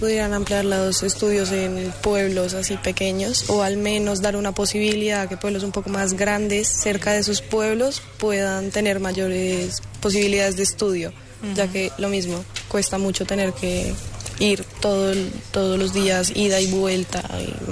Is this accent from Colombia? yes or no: no; Sigüenza, Castilla-La Mancha, Spain; Yo soy aquí de Sigüenza y estoy estudiando un grado medio de gestión administrativa en el Brianda.